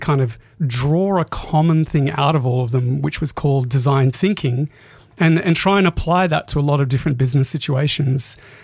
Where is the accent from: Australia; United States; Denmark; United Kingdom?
Australia; Queensland; I grew up mainly in North Queensland, Caranda, Mareeba, moved all around the world.